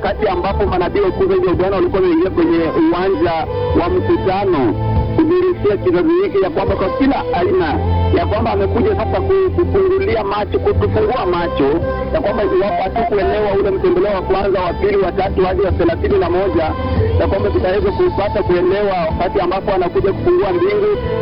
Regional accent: Kenya; Kwa hivyo kama Mkenya pia ninaweza kunataka nitubu mbele za Bwana

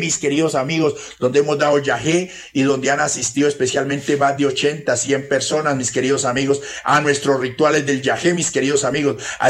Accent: Putumayo, Colombia; Yo soy de un pueblo bastante, bastante lejano, mis queridos amigos, como es mi tierra Putumayo, mis queridos amigos, mi tierrita Putumayo.

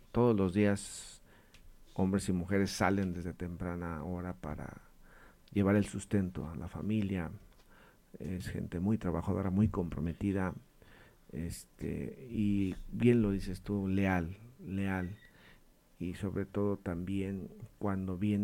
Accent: Paracho, Michoacán, Mexico; Aquí de la meseta Purépecha. Efectivamente, yo soy de Paracho. Nací el 1 de marzo de 1979.

